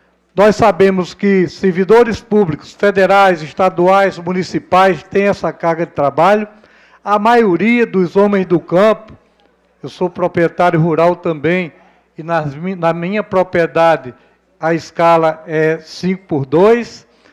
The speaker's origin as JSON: {"language": "Portuguese", "region": "Paraíba", "country": "Brazil", "said": "enquanto paraibano"}